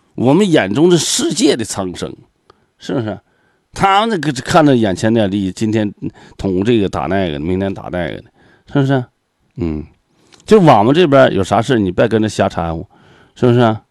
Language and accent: Chinese; China; 我们生于华夏啊、泱泱大国啊